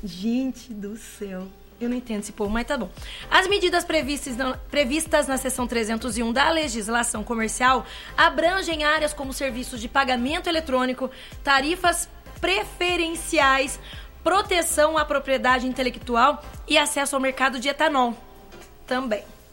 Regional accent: Brazil; Como eu sou brasileira

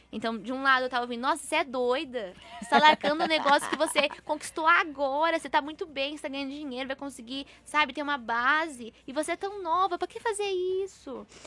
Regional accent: São Paulo, Brazil; born there; Sim, já em São Paulo. Eu nasci aqui em São Paulo, né?

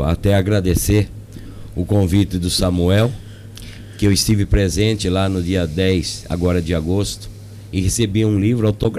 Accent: Monte Alto, São Paulo, Brazil; eu nasci em Monte Alto, nas mãos do Dr. José de Paulo Eduardo

